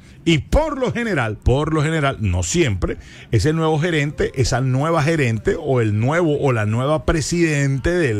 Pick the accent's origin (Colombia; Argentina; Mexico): Colombia; ahora a nosotros, a todos como colombianos, a todos, nos